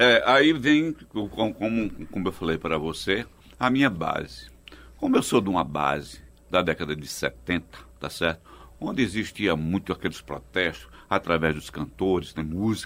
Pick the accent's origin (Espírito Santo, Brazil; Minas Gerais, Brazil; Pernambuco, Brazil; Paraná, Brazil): Pernambuco, Brazil; Caruaru; eu sou daqui de Caruaru